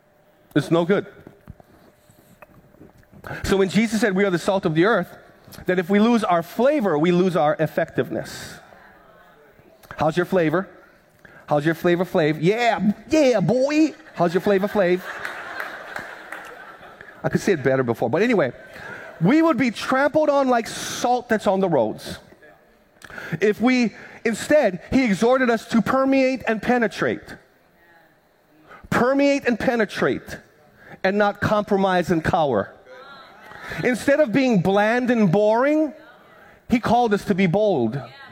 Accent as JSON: {"language": "English", "region": "Hawaii", "country": "United States", "tie": "born or raised there", "said": "But back when I was growing up on the Big Island, my Filipino grandma would go to the ice box, go get a popsicle"}